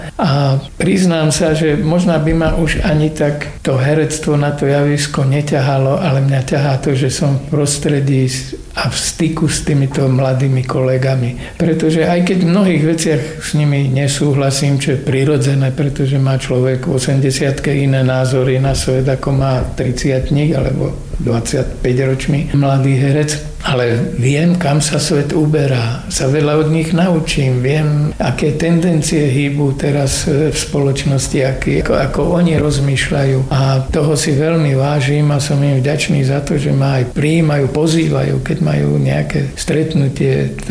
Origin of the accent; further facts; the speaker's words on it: Púchov, Trenčín Region, Slovakia; moved away as an adult; also born or lived in Canada / Žiar nad Hronom; now in Martin, Slovakia; napriek tomu, že som sa narodil až v Kanade, potom vyrastal na Považí v Púchove, tak prežil krásne obdobie, jednu dekádu života v tom Žiari nad Hronom.